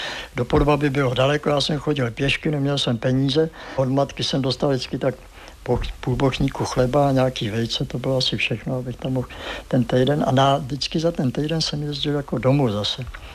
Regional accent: South Bohemian Region, Czechia; no, dělal jsem tady zkoušky a teď vidím, že nejsem přijatým, jsem z Jižní Čech.

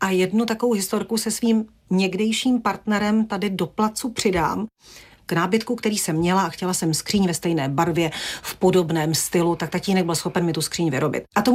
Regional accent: Vimperk, South Bohemian Region, Czechia; tak my jsme k mojí babičce na Solnou Lhotu chodili pěšky, což je z Vimperka, odkud pocházím, nějakých 5-6 kilometrů

